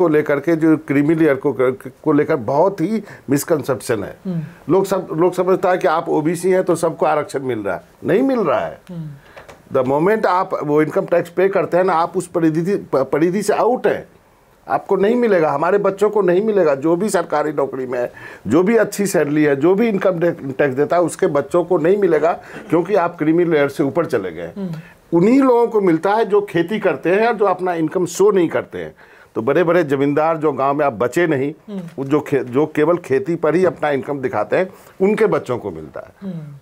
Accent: Maharashtra, India; मैं ये इस पे तो बात करनी जरूरी है क्योंकि मैं वहाँ से आता हूँ, समझ गए ना?

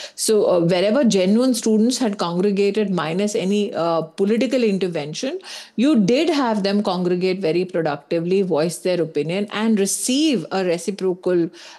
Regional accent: India; I think that if you ask me as an Indian citizen, my opinion on how citizens congregated in Pune, how citizens who are young are congregating in Jharkhand.

